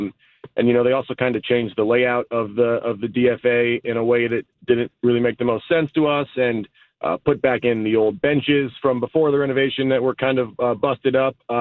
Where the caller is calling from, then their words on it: Chicago, Illinois, United States; I live in Roscoe Village where Hamlin Park is